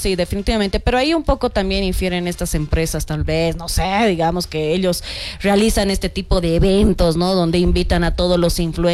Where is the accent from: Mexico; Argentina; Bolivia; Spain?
Bolivia; ¿y por qué nosotros no como bolivianos?